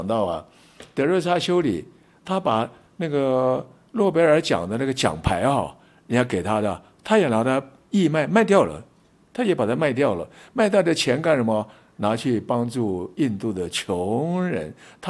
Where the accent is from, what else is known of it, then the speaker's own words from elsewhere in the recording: Taiwan; 他晓得我从台湾来的，哎呀，我们都是同根生啊，